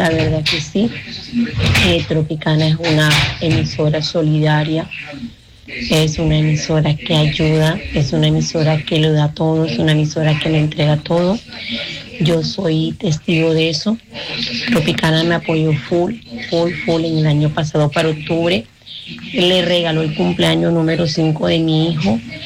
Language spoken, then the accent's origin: Spanish; Barranquilla, Atlántico, Colombia; Y soy de Barranquilla y doy gracias a Dios porque a usted les colocó ese don de servir.